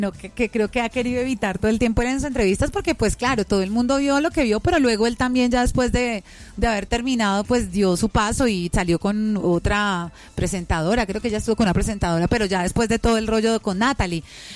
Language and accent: Spanish; Colombia; creo que eso es lo que más nos va a costar a nosotros como pueblo colombiano